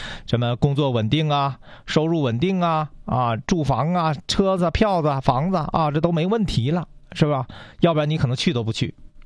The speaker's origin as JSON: {"language": "Chinese", "region": "Northeast China", "country": "China", "said": "咱们东北人叫姑娘啊，其实它叫灯笼果啊"}